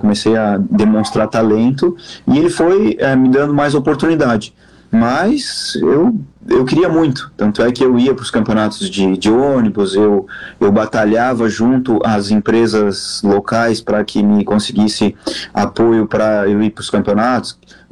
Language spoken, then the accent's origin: Portuguese; Balneário Arroio do Silva, Santa Catarina, Brazil; moved away; Eu que cresci na praia do Arroio do Silva, né, e me criei aí na Praia do Arroio, tenho muitos amigos aí entre Araranguá e Arroio de Silva